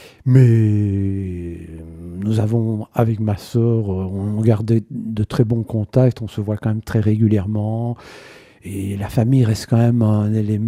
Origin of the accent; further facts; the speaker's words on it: Saint-Séverin, France; also born or lived in Ouilly; J'ai grandi à Saint-Séverin, dans le Condreau. Mmh. J'ai vécu une dizaine d'années là-bas et puis mes parents ont déménagé à la Sarthe, à Ouilly.